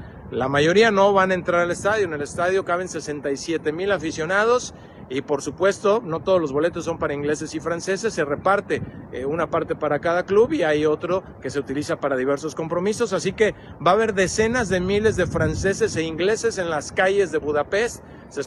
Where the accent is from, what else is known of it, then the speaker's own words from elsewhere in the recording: Mexico; Y a quien le mencionamos que venimos de México, fíjate que luego sacan como referencia a Cancún y la Riviera Maya